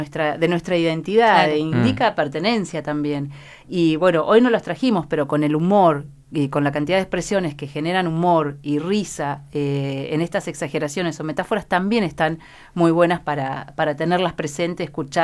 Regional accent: Argentina; nosotros como argentinos

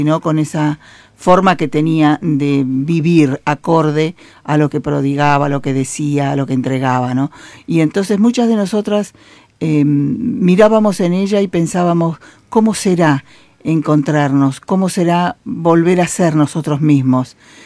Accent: Los Toldos, Buenos Aires Province, Argentina; born there; now in Longchamps, Argentina; yo nací en Los Toldos hace más de 70 y largos años, en Los Toldos. Luego nos quitaron la tierra, nos tuvimos que ir.

